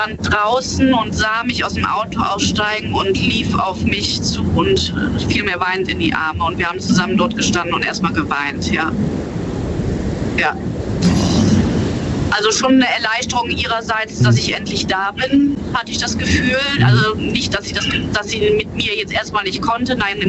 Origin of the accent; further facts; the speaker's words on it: Hennef, North Rhine-Westphalia, Germany; Hennef. Ich komme aus Hennef.